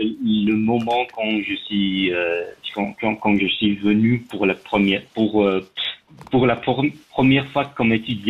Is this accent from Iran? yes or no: yes; Shiraz, Fars, Iran; French is a second language; moved away; Et vous connaissez que je viens de Shiraz.